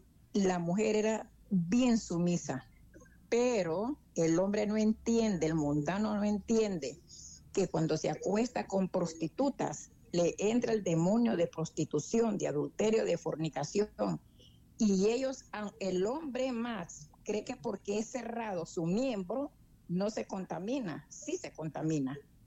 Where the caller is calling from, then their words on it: San Pedro Sula, Cortés, Honduras; de San Pedro Sula, hermano Max.